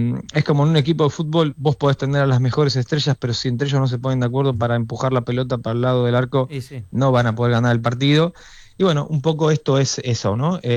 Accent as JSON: {"language": "Spanish", "country": "Argentina", "said": "Qué lindo que es que cuando nuestro piloto argentino, y como bien argentinos que somos, estamos en una buena posición y lo podemos disfrutar"}